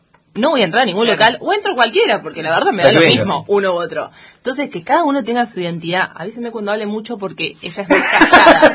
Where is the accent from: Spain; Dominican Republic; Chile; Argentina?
Argentina; Córdoba; moved away; yo soy cordobesa.